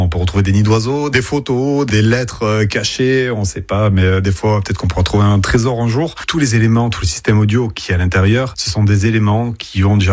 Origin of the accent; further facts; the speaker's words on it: Nouvelle-Aquitaine, France; born there; now in Bordeaux, France; j'ai 45 ans, je suis né dans le Pays Basque, mais je suis arrivé à Bordeaux il y a une quinzaine d'années